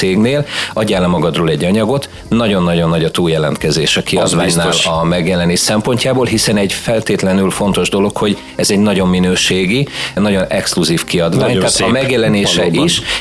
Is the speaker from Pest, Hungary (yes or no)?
yes; Tápiószele, Pest, Hungary; ott van Tápió Szele, mint szülővárosom